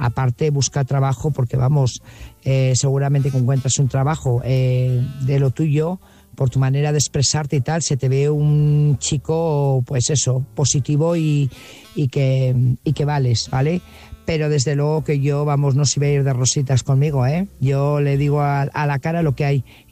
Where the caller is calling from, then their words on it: Burgos, Castile and León, Spain; Buenas noches … corresponsal de Burgos.